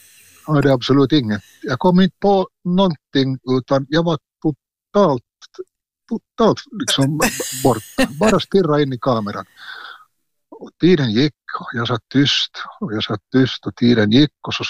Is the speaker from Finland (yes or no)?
yes; Porvoo, Uusimaa, Finland; born there; also born or lived in Svartå; jag flyttade från Västnyland, eller vi flyttade från Västnyland till Östnyland när jag var där just fylla 7. Och så började jag i folkskola i Tolki svenska folkskola.